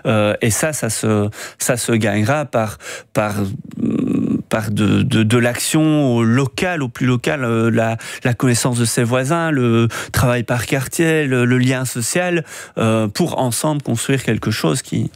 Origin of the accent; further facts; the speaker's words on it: Verviers, Wallonia, Belgium; moved away as an adult; also born or lived in Liège; now in Viroinval, Belgium; je suis originaire de Verviers, j'ai fait mes études à Liège, j'étais quand même plutôt urbain d'une certaine manière. Je suis arrivé dans cette région, je ne connaissais rien ni personne.